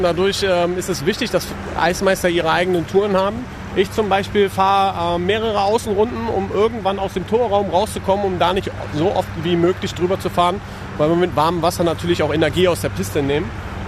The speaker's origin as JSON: {"language": "German", "town": "Cologne", "region": "North Rhine-Westphalia", "country": "Germany", "tie": "born or raised there", "said": "Also ich bin gebürtiger Kölner, war selber auch als Jugendlicher und als Kind in der Arena und habe den Profis zugejubelt."}